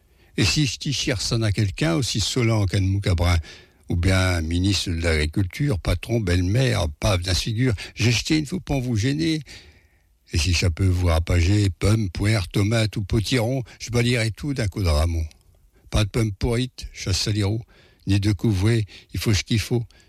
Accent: Paris, Île-de-France, France

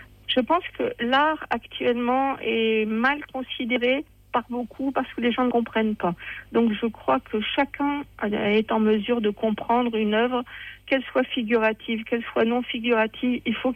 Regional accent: Seclin, Hauts-de-France, France; born there; c'était là où je suis née, à Seclin.

